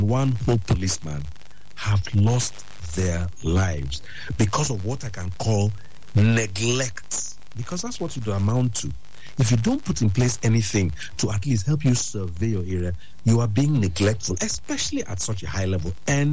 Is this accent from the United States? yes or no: no; Nigeria